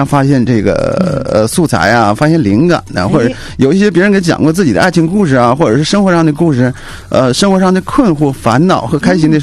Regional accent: Northeast China, China; 因为咱们东北人嘛，性格比较直爽，

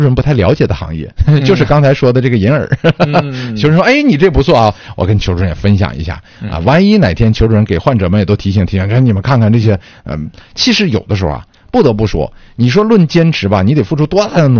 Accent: China

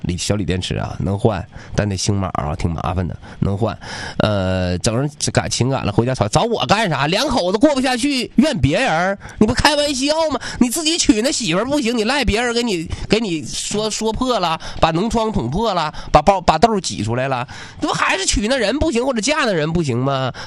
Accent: Northeast China, China; 但是我们东北人都知道呲儿的是什么意思

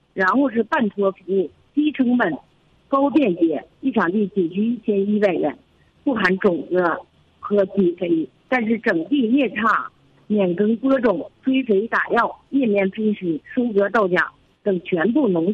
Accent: Northeast China, China; now in Changling, China

